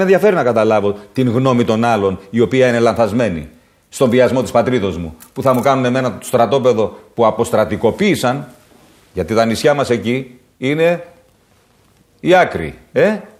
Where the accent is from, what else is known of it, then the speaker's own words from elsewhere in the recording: Greece; moved away; Εγώ, ο ίδιος μετανάστης